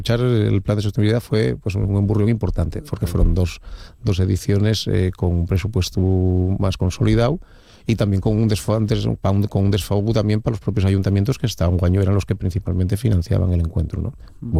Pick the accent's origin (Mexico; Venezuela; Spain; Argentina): Spain; Asturias; Yo siempre digo, dende dentro, soy del Oriente